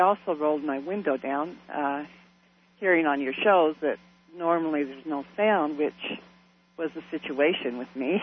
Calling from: Roy, Utah, United States; I am from Roy, Utah.

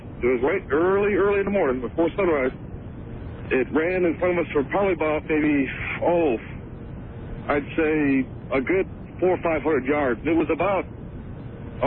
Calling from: Detroit, Michigan, United States; We had it's an old house in Detroit in an old area.

